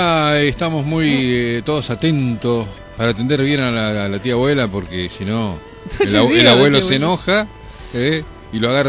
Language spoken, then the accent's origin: Spanish; Argentina; somos argentinos, nosotros somos muy especiales.